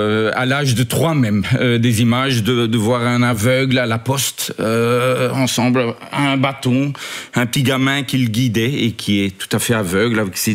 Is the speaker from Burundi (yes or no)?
yes; Bujumbura, Bujumbura Mairie, Burundi; moved away; J'ai grandi à Bujumbura.